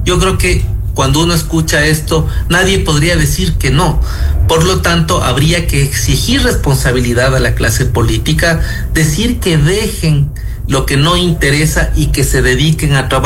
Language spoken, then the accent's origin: Spanish; Ecuador